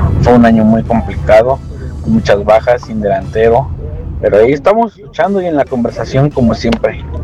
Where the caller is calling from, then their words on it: Pachuca, Hidalgo, Mexico; Buenos días, amigos del Arranque. … de Pachuca.